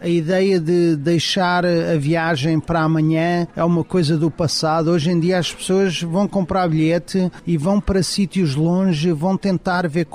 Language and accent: Portuguese; Portugal; moved away as an adult; now in West Palm Beach, United States; eu cresci também em Portugal